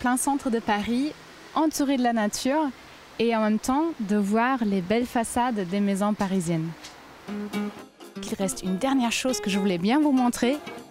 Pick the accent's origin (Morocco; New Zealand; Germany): Germany; now in France; je suis allemande et j'habite en France.